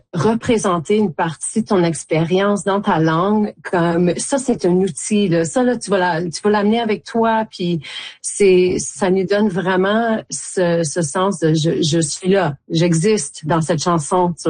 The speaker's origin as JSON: {"language": "French", "town": "Timmins", "region": "Ontario", "country": "Canada", "lives_now": "Toronto, Canada", "said": "j'étais comme un peu fâchée que je viens de Timmins, puis j'avais pas entendu le nom Patrice Desbiens jusqu'à temps que j'étais comme adulte à Toronto."}